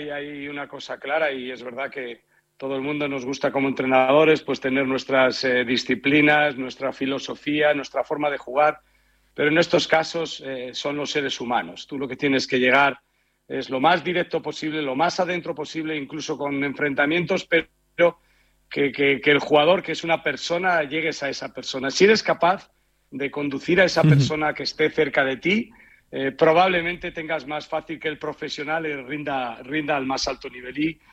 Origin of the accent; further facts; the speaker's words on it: Castile, Spain; piensa que soy castellano y entonces creo que al final siempre es más fácil sentir un poco pues este tipo de equipos que están en tu comunidad, ¿no?